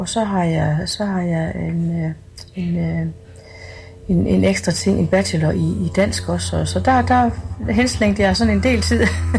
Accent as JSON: {"language": "Danish", "town": "Aalborg", "region": "North Denmark Region", "country": "Denmark", "tie": "born there", "moved": "as an adult", "lives_now": "Aarhus, Denmark", "said": "Nu har jeg sunget hjem til Aarhus i 40 år, og så er det faktisk Aalborg, der er min fødeby, ikke?"}